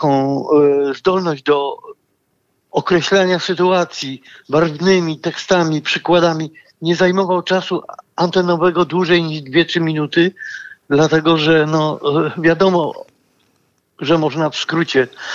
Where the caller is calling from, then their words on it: Kraków, Lesser Poland, Poland; z Krakowa.